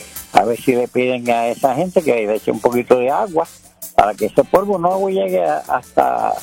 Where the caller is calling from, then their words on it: Aguadilla, Puerto Rico; De Playuela, Borinquen.